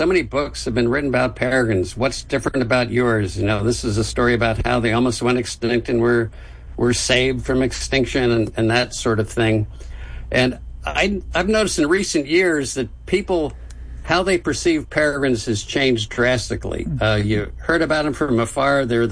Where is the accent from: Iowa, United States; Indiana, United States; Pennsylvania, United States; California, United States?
Pennsylvania, United States; Philadelphia; now in New Jersey, United States; I'm from Philadelphia